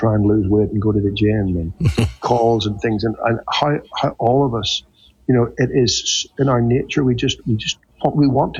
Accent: Northern Ireland, United Kingdom; Well, we did. Actually, my background is Northern Irish Plymouth Brethren

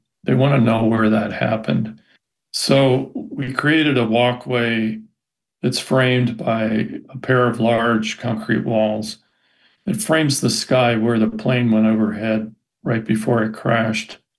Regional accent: Pennsylvania, United States; growing up in Pennsylvania, I had camped and canoed out in western Pennsylvania, where Somerset County is in the Laurel Highlands.

